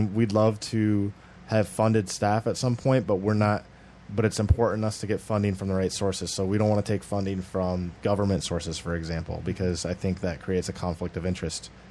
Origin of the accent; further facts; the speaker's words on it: Los Angeles, California, United States; And since I'm from West LA, I'm pretty familiar with the people out there.